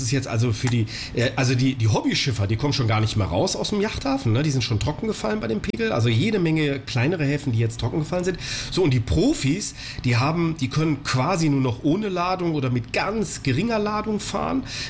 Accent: Bonn, North Rhine-Westphalia, Germany; noch müssen wir nur als Bonner noch nicht durchschwimmen, weil die Brücken sind ja kaputt

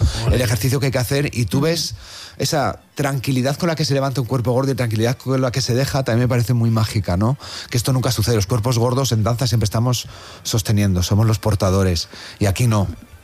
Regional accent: Valladolid, Castile and León, Spain; yo soy de Valladolid, tengo el Museo Nacional de Escultura en mi ciudad y es algo que está conmigo

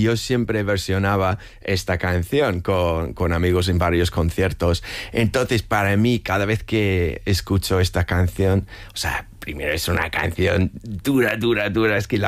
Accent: United Kingdom; Pues mira, yo soy el típico británico que mi infancia fue marcada por las vacaciones familiares en España

